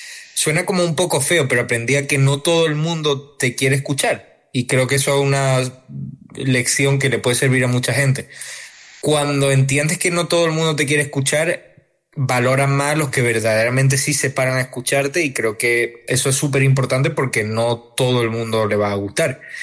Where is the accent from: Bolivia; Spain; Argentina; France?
Spain